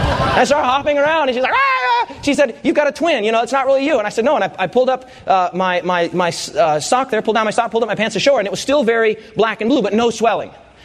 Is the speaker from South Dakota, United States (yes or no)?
yes; Rapid City, South Dakota, United States; I was from Rapid City, South Dakota.